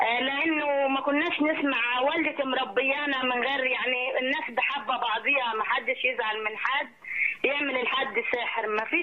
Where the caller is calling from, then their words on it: Cairo, Cairo Governorate, Egypt; أنا من القاهرة